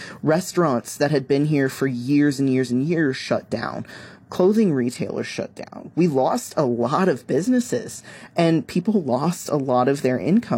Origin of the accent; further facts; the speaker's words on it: Texas, United States; moved away as an adult; also born or lived in Florida; now in Southwest Virginia, United States; So I grew up in Texas, then I moved to Florida for 6 years to do graduate school, and then I came up to Southwest Virginia.